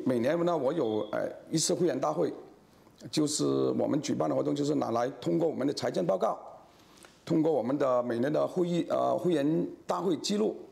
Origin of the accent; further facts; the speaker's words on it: Malaysia; now in Australia; 特别我们马来西亚华人，他们语言非常丰富的。